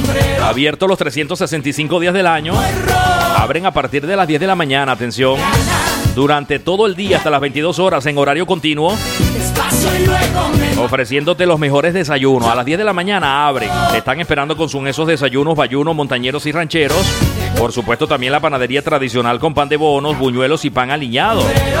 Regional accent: Venezuela; now in Zaragoza, Spain; mi país, Venezuela.

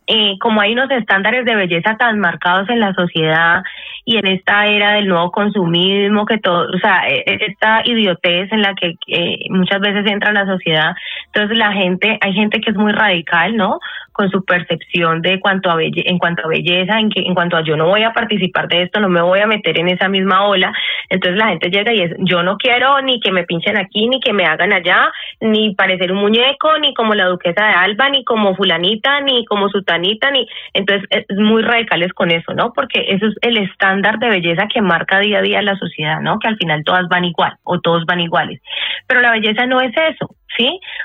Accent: Cali, Valle del Cauca, Colombia; yo soy así, una caleña arrebatada

